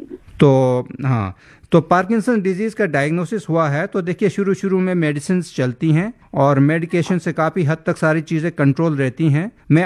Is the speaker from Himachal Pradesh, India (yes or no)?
yes; Himachal Pradesh, India; मैं भी पहाड़ी हूँ, मैं हिमाचल से हूँ।